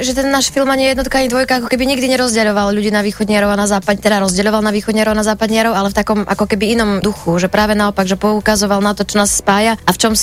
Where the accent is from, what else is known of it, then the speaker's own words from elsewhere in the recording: Prešov, Prešov Region, Slovakia; u nás v Prešove